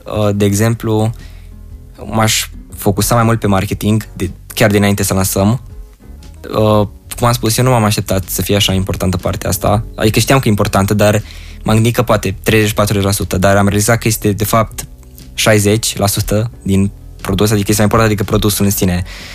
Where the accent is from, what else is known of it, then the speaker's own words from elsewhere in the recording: Timișoara, Timiș County, Romania; eu sunt din Timișoara și tatăl meu